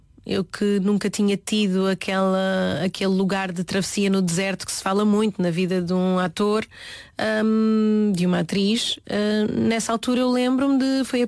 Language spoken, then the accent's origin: Portuguese; Oeiras, Lisbon, Portugal; accent: Oeiras; eu nasci em Oeiras, o que é que queriam que eu falasse?